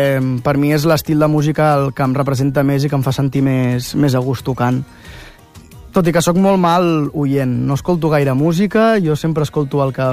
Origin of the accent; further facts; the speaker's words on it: Mataró, Catalonia, Spain; born there; moved away as an adult; a Mataró tenim la sort de que tenim una festa major molt guai